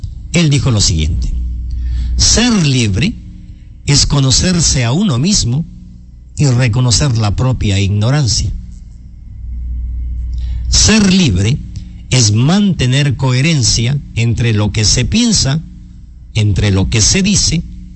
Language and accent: Spanish; Ecuador; Somos libres los ecuatorianos?